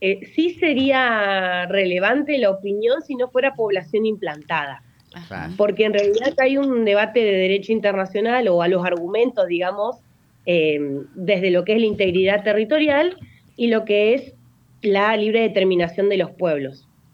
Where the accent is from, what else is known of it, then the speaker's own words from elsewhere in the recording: Paraná, Entre Ríos, Argentina; Sí, sí, nacida, criada y laburando en Paraná, muy orgullosa.